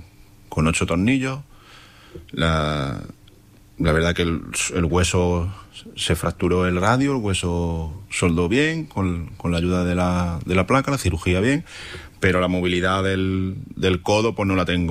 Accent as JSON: {"language": "Spanish", "town": "Málaga", "region": "Andalusia", "country": "Spain", "moved": "as an adult", "said": "Sí, dejé el trabajo en Málaga, vengo de Málaga, mi hija está allí, y tengo una hija con 11 años. Y me vine a vivir aquí con mi pareja"}